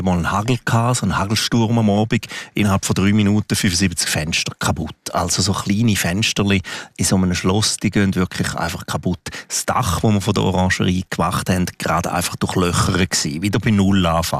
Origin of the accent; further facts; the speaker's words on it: Graubünden, Switzerland; Das Engadin ist meine Heimat. Ich komme wahnsinnig gerne ins Engadin.